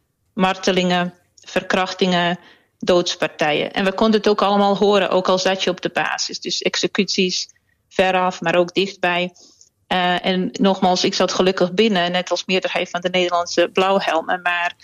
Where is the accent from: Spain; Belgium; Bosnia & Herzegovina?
Bosnia & Herzegovina; Srebrenica, Republika Srpska; now in Netherlands; Ja, kijk, ik kom zelf uit Srebrenica.